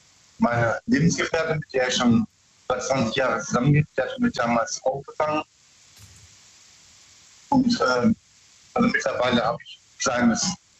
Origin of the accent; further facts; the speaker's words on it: Bruchsal, Baden-Württemberg, Germany; Ich komme aus Bruchsal.